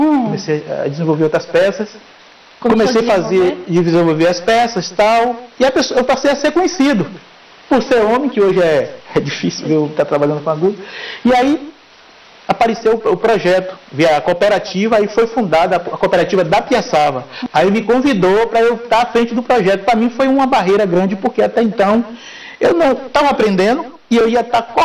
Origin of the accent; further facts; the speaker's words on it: Ituberá, Bahia, Brazil; E de onde? Eu sou de Ituberá.